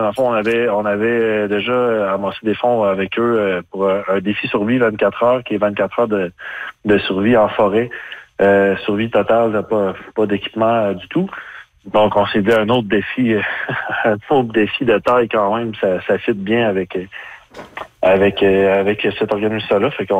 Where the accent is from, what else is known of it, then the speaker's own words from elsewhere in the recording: Les Escoumins, Quebec, Canada; Moi, je suis d'Écomo, en fait.